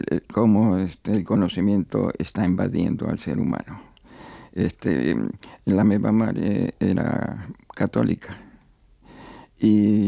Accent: Argentina; Y entonces voy a tratar de ser breve, como argentino casi es imposible.

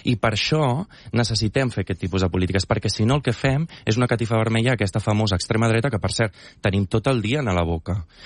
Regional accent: Sant Cugat del Vallès, Catalonia, Spain; I aquí a Catalunya, jo que vinc de Sant Cugat, un altre municipi

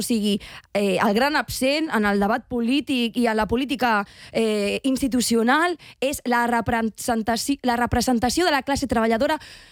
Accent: Catalonia, Spain; Catalan is a second language; som els catalans els que tenim moltes lliçons sobre què significa que ens obliguin a parlar una altra llengua

